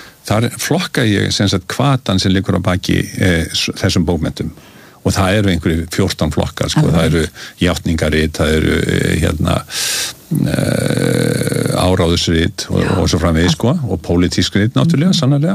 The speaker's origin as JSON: {"language": "Icelandic", "town": "Reykjavík", "region": "Capital Region", "country": "Iceland", "tie": "born or raised there", "said": "Þú veist, ég alinn upp í Vesturbænum, bara hjá millistéttarfjölskyldu, foreldrar mínir afskaplega lágstemmt fólk, faðir mér var atvinnurekandi"}